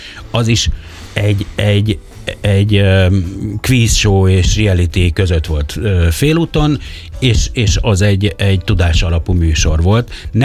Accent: Pécs, Baranya, Hungary; now in Budapest, Hungary; pécsi vagyok

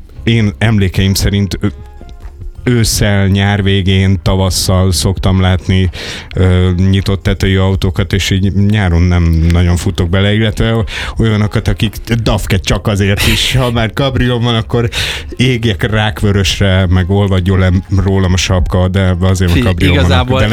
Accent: Zala, Hungary; én ott nőttem föl Zala megyébe, és konkrétan ismerem ezt a falut

